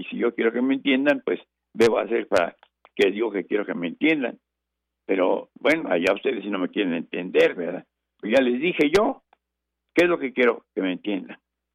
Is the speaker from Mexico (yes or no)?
yes; Mexico